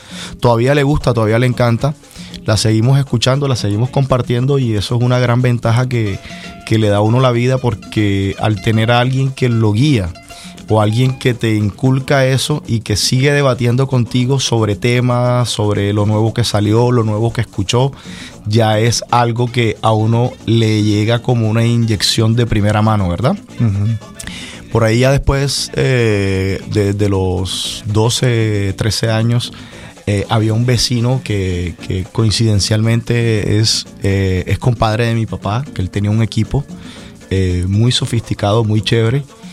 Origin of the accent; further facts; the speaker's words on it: Cartagena, Bolívar, Colombia; now in Barranquilla, Colombia; Soy nacido en Cartagena, en un barrio muy popular, el barrio El Espinal. Y allí en Cartagena al principio pues pude adquirir todo lo que tiene que ver mis conocimientos de música